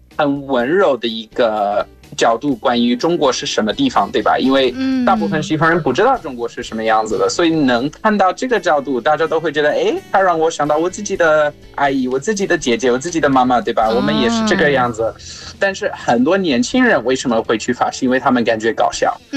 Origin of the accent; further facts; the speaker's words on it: South Africa; Chinese is a second language; 就像我每次跟大家说我来自南非